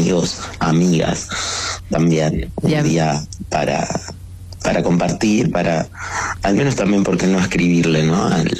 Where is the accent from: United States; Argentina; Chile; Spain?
Argentina; Entonces eso es algo hermoso realmente, que como argentinos podemos vivir.